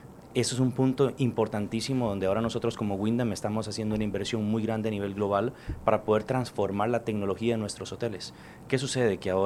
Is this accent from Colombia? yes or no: no; Costa Rica; soy costarricense.